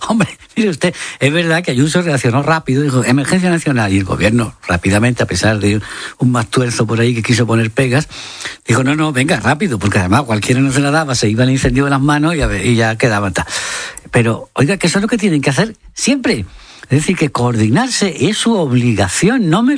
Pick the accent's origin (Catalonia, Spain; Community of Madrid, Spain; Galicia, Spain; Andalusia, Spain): Andalusia, Spain; Marchena; born or raised there